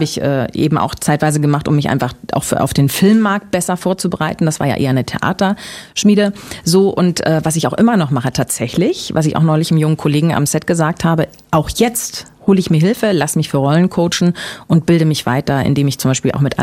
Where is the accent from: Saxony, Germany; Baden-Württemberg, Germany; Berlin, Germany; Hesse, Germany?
Berlin, Germany; Ja, ich bin ja Berliner.